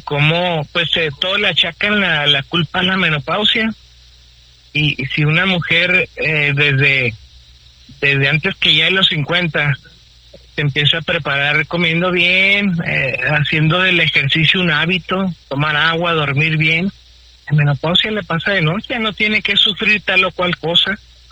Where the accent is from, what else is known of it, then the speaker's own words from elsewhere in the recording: Mexico; Nosotros como mexicanos